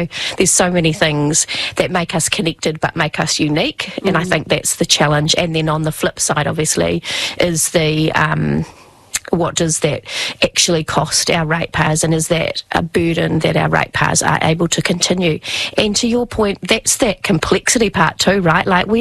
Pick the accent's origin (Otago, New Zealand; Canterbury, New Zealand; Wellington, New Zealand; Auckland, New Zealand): Wellington, New Zealand; Wairarapa proud. I love that I come from Wairarapa.